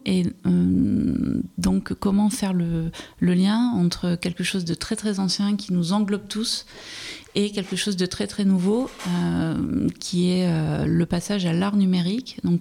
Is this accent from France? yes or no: yes; Nouvelle-Aquitaine, France; j'ai grandi près de Bordeaux, dans un milieu populaire